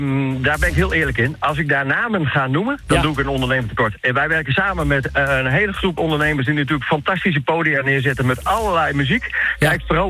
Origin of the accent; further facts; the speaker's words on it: Assen, Drenthe, Netherlands; Ik kom uit Assen